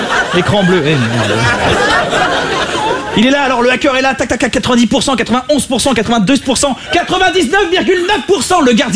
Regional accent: France; Je suis sûr que chez nous en France, dans quelques années, on aura notre Gilbert.

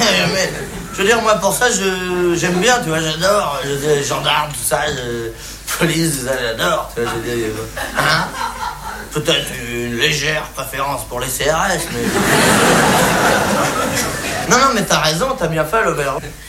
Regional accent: France; Ouais, ben, je suis bien placé, hein, je suis français.

